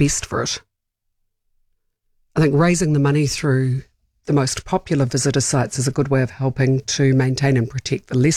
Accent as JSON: {"language": "English", "country": "New Zealand", "said": "our legacy as New Zealanders"}